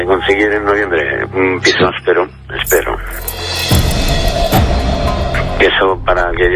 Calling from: Reus, Catalonia, Spain

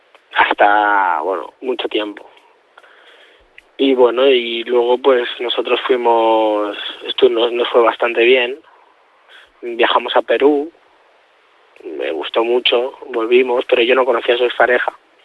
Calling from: Spain; Tengo 21 años. Y bueno, mi pareja tiene la misma edad. Mi pareja es de Perú. Yo soy de aquí, de España.

